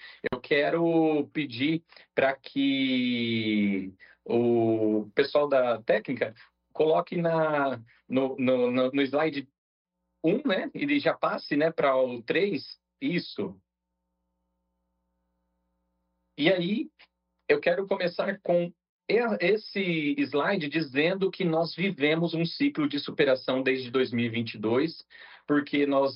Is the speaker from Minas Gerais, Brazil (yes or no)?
no; São Paulo, Brazil; moved away as an adult; now in Piauí, Brazil; Eu sou do interior de São Paulo, sou formado em administração de empresa.